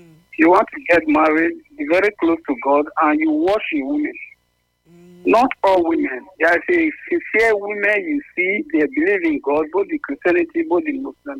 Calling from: Ashanti, Ghana; I'm calling from Ithaca West Ashanti.

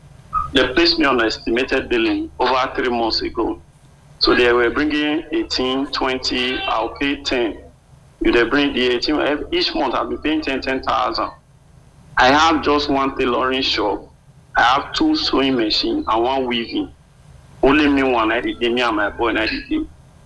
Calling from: Edo, Nigeria; I'm an indigenous of this state, I'm from Edo State, we are Dupataki.

